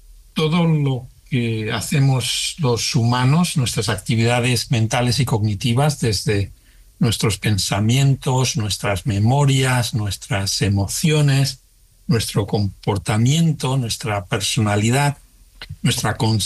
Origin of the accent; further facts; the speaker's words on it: Spain; moved away as an adult; now in United States; Yo soy español de pura cepa y pues eso, buen futbolero y madridista además.